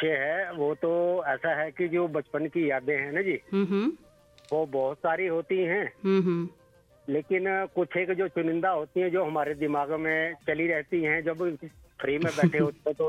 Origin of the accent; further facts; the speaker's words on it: Himachal Pradesh, India; वैसे मूलतः हमारा गाँव पड़ता है कांगड़ा के साथ, गाँव पड़ता है नंदरूल